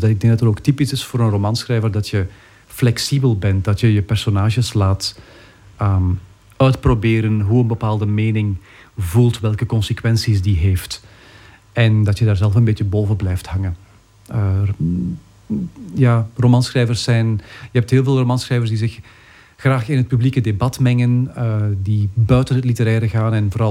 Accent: Kruibeke, Flanders, Belgium; now in Antwerp, Belgium; ik ben zelf niet van Antwerpen. Ik ben van Kruibeke, dus ik moet voorzichtig zijn wat ik zeg. Want Antwerpenaren zijn trots op hun stad. En ik woon er al jaren.

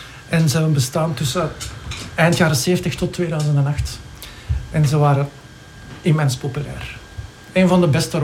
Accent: Belgium; Ik ben Belg, ja.

